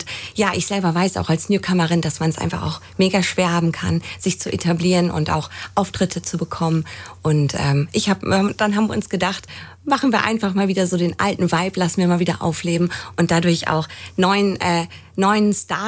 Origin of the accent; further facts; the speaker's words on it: Papenburg, Lower Saxony, Germany; ich komme auch aus dem Norden. Ich komme auch ursprünglich aus Aschendorf, Papenburg. Da bin ich groß geworden.